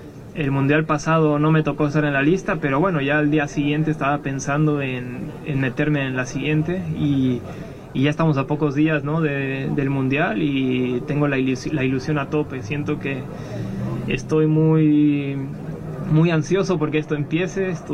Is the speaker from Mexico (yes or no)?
yes; Mexico; A ver, somos mexicanos, somos familia y yo quiero lo mejor para él.